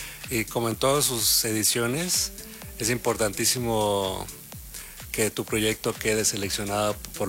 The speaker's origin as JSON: {"language": "Spanish", "town": "Morelia", "region": "Michoacán", "country": "Mexico"}